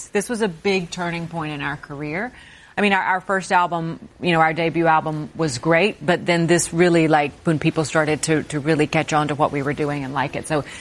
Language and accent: English; Georgia, United States; I'm from Georgia originally. So we grew up around country